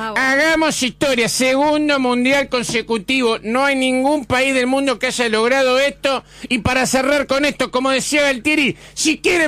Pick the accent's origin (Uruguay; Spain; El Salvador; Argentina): Argentina; El acuerdo, a ver, yo como argentino, el acuerdo de Roca Runciman, 1930, los frigoríficos.